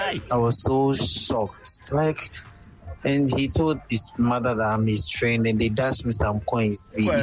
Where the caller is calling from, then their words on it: Jamestown, Greater Accra, Ghana; Hi, Elvis. Good afternoon. … I'm speaking from Jamestown.